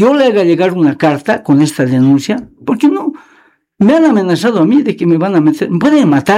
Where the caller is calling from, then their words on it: Bolivia; Yo soy tan ciudadano boliviano como cualquier otro de la Transpando y de la Transvaca 10